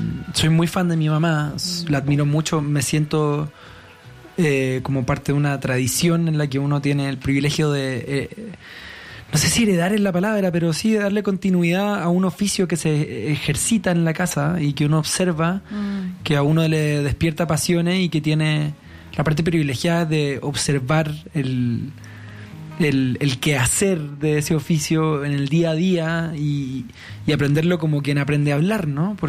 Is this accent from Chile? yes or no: yes; Chile; moved away; Soy como músico chileno